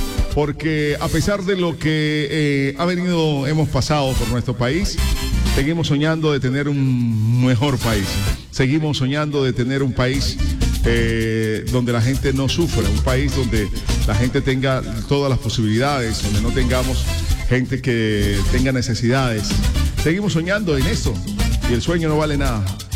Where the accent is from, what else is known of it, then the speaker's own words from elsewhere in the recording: Colombia; Somos más los colombianos que siempre pensamos en los demás. Somos más los colombianos que cuando ocurren tragedias estamos ahí.